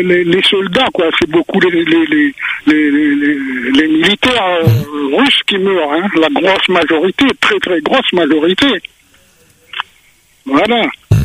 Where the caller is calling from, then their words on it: Alençon, Normandy, France; Bonjour d'Alençon.